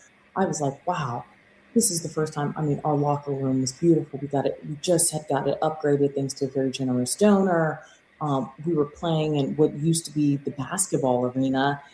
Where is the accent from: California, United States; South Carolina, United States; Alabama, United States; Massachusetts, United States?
South Carolina, United States; My older sister had gone to Clemson. I grew up in South Carolina. Like that was my dream school.